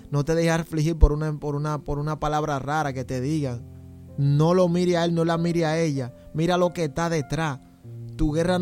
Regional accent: Santo Domingo, Dominican Republic; como decimos en Santo Domingo

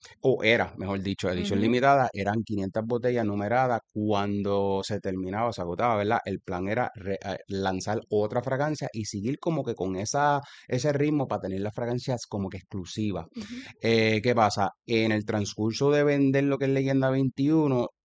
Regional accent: Puerto Rico; tenía que representarme a mí como boricua

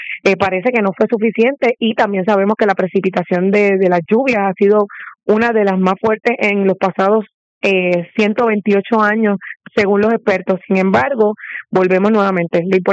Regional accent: Carolina, Puerto Rico; Yo soy residente de Carolina de toda mi vida, así que he vivido más de un racionamiento.

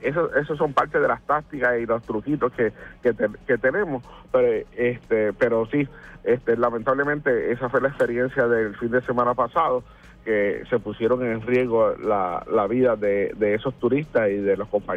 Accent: Puerto Rico; usted y yo, como puertorriqueños que vivimos en esta isla tropical

